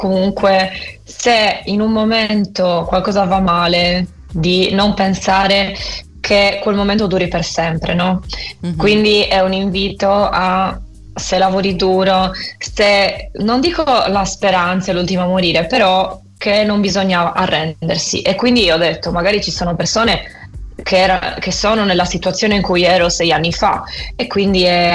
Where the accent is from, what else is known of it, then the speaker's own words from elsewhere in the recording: Sardinia, Italy; pensare di poter cantare in una lingua che non è l'italiano ma è quella della mia terra.